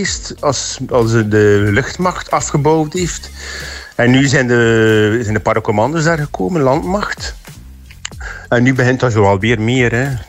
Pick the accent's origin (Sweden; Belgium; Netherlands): Belgium; Gavere, East Flanders; Ik ben zelf van Gaveren, ja. Mijn ouders hadden hier een café.